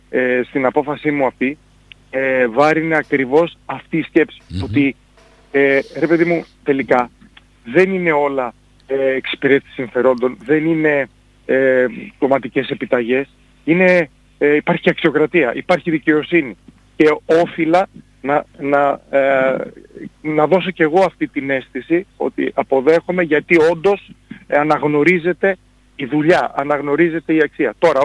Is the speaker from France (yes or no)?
no; Greece; στο νησί μου ένας άνθρωπος μέσα από τα σπλάχνα του γέννημα θρέμα